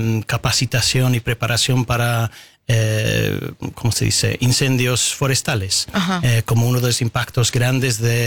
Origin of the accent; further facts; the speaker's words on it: Canada; now in Argentina; Para Canadá es un momento cuando un país como el nuestro